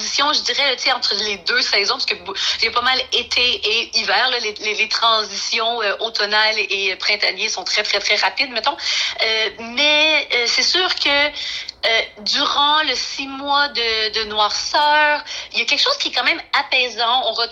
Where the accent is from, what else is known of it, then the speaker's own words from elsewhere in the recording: Quebec, Canada; moved away as an adult; now in Whitehorse, Canada; moi, j'ai passé la première moitié de ma vie, disons, au Québec, donc je suis originaire du Québec, mais j'ai passé la seconde moitié de ma vie dans le Grand Nord canadien, au Yukon, à Whitehorse.